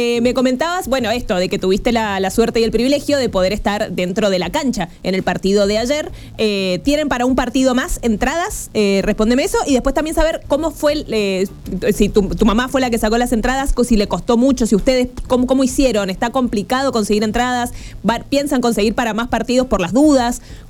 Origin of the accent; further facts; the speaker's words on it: Argentina; uno como argentino se siente súper orgulloso